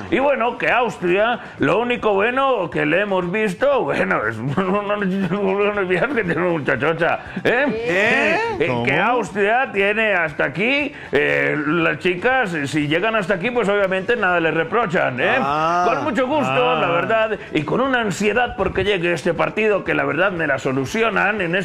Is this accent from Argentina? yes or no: no; Spain; Pero yo, en mi parte, que soy español, no veo la hora de que llegue el jueves